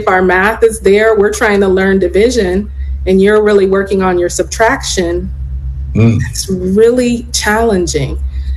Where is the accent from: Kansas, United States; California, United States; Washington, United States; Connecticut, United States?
California, United States; Long Beach; also born or lived in Boston, United States / San Francisco, United States; now in Philadelphia, United States; I grew up in Long Beach, California, going to those public schools. And so I had that Southern California experience.